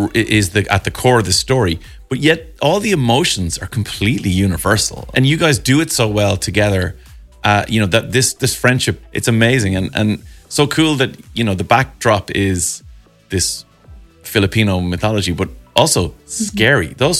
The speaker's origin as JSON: {"language": "English", "country": "Ireland", "said": "As an Irish person who meets Irish people all around the world"}